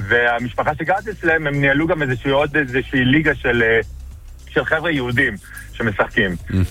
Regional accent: Bat Yam, Tel Aviv District, Israel; also born or lived in Metula; שם גדלתי כילד

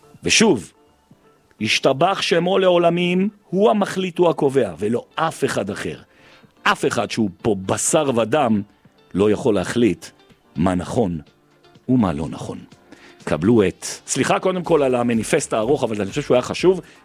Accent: Jerusalem, Jerusalem District, Israel; אני ירושלמי באמונה מלאה בבורא עולם.

